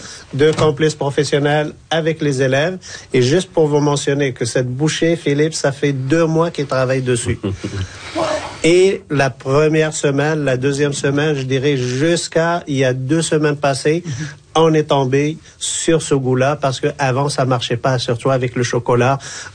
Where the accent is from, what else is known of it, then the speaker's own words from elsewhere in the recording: Morocco; moved away as an adult; now in Canada; Moi, quand je suis arrivé en 92 ici au Québec, je suis arrivé avec une maîtrise en droit pénal.